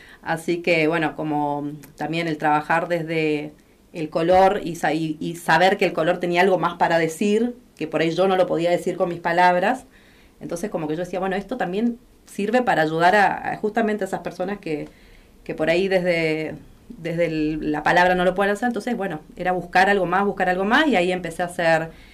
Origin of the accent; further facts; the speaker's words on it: Gobernador Virasoro, Corrientes, Argentina; yo sí soy de Virasoro.